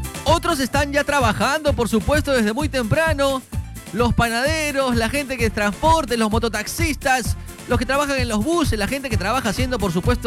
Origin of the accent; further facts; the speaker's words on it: Peru; Yo soy trabajador, porque los peruanos somos trabajadores